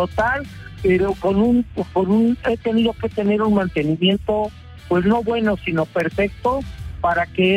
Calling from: Mexico City, Mexico; Bien, mira, soy taxista del Distrito Federal.

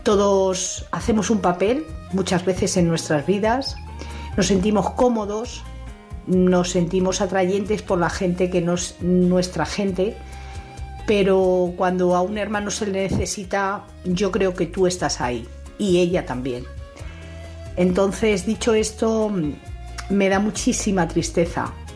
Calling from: Madrid, Community of Madrid, Spain; Hola, buenas noches. … de Madrid.

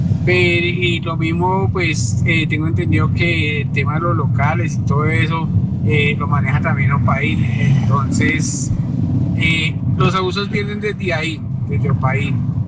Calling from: Bogotá, Colombia; yo soy taxista de Bogotá también

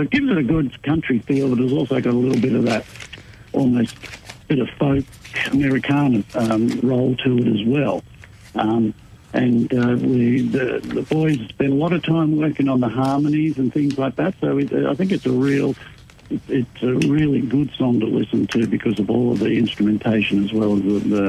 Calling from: New South Wales, Australia; I'm actually calling in from the Hunter Valley this morning. Yeah, right. I'm up here with a group of friends on a long weekend.

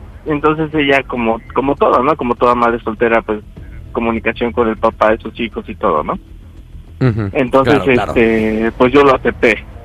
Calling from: Veracruz, Mexico; Ok, tengo 28 años, soy del estado de Veracruz.

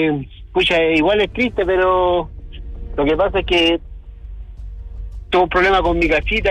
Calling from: Puente Alto, Santiago Metropolitan Region, Chile; Yo vivo en Puente Alto, ¿no? Todavía estoy en la casa.

